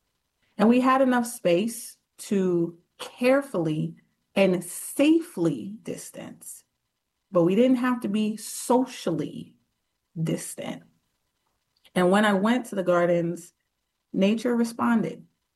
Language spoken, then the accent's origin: English; New York City, New York, United States; I am born and raised in New York City, and I'm often disheartened when people refer to my city as a concrete jungle.